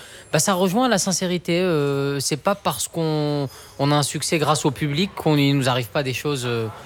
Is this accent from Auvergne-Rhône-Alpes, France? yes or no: no; Occitanie, France; born there; je suis né dans le Gard.